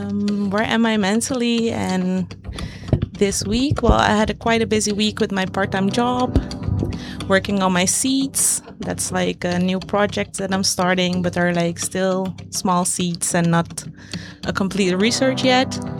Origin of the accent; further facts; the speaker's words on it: Netherlands; also born or lived in Curaçao; especially growing up in the Netherlands.